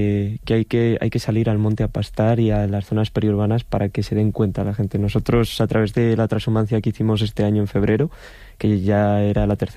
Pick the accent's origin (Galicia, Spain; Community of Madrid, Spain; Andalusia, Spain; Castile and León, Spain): Galicia, Spain; Cerceda; yo viviendo en Cerceda vivía en mi pueblo, pero ya nací en el 2001